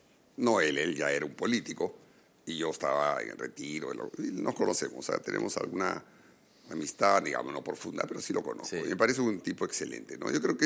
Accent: Peru

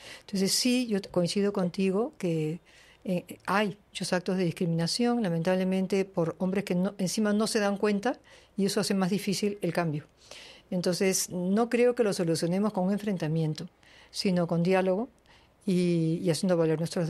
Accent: Peru; por lo menos en mi país

